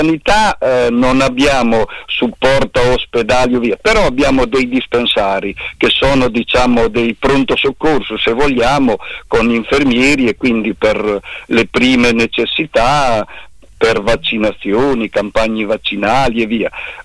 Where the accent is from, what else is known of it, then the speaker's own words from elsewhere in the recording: Montecchio, Marche, Italy; Sì, certo, io sono di Montecchio di Pesaro.